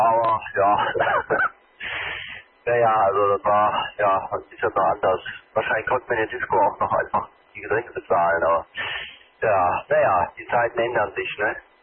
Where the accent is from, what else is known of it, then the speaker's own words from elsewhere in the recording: Frankfurt am Main, Hesse, Germany; Der ist ja irgendwo in Frankfurt am Main, wo ich herkomme, auch so ein Stück weit entstanden, der Techno, ne?